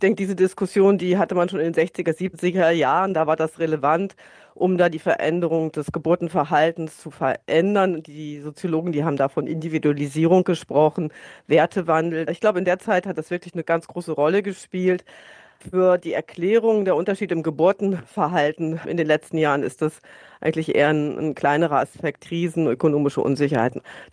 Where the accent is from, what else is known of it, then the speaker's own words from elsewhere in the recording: Berlin, Germany; ich komme aus Berlin